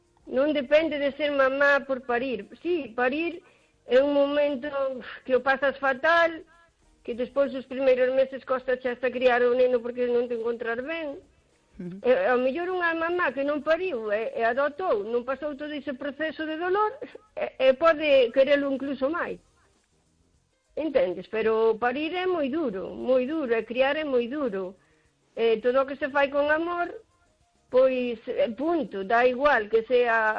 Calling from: O Carballiño, Galicia, Spain; Hola, bueno … de Carballiño.

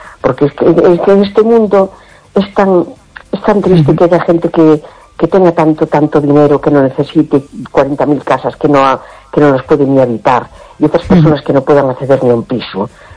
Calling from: A Coruña, Galicia, Spain; Hola, buenas noches … de La Coruña.

